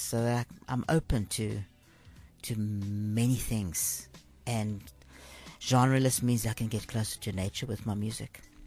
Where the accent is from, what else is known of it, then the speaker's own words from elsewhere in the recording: South Africa; my father was an Italian chef. He, bless his spirit, he lives in Italy still. I was born in South Africa. But hence the name … But I grew up here. I feel South African, very connected to this place.